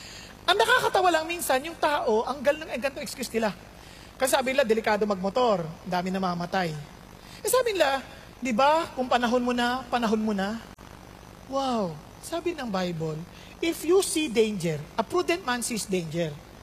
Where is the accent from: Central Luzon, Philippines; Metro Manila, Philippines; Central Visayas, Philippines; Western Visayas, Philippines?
Metro Manila, Philippines; Marikina; kasi mahilig ako magmura, Marikeño ako eh. Marikeño, alam niyo sa Marikina.